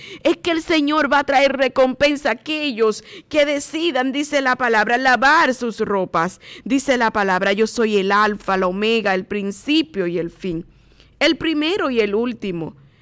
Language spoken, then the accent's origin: Spanish; Dominican Republic; qué compromiso tenemos como dominicanos delante de Dios